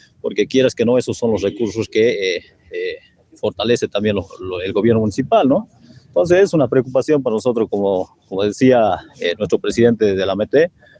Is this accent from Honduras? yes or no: no; Yunchará, Tarija, Bolivia; prácticamente me crié toda mi vida en Yunchará, estudié ahí y me crié